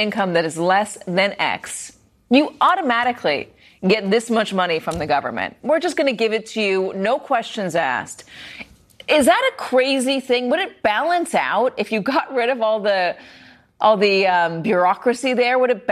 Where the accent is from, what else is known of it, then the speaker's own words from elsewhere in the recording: United States; I think it's a fascinating concept because and I've lived here my whole life, obviously. I'm an American.